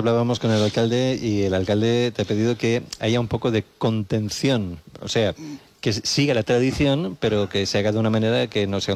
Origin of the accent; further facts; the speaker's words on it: Es Castell, Balearic Islands, Spain; ¿Qué tenemos que hacer para reforzar el sentimiento de pueblo para la gente que somos de Escastell?